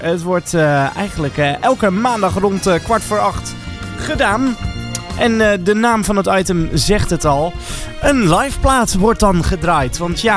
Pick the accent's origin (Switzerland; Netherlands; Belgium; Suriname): Netherlands; Assen, Drenthe; Ik kom zelf namelijk uit Drenthe, uit het mooie Assen.